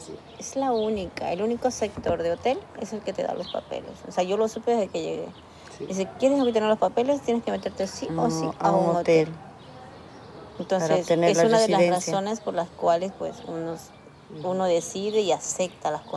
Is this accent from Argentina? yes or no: no; Colombia; now in Spain; Yo soy colombiana, bueno, colombiana, llevo 25 años en España, pero soy de Colombia.